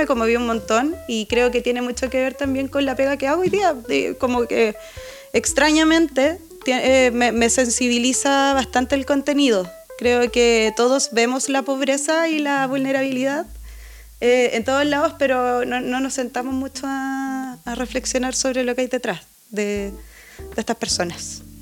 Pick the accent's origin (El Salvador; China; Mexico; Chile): Chile; La Florida, Santiago Metropolitan Region; also born or lived in San Bernardo; Así que nací acá. Como te dije, vivía en la Florida de chiquitita.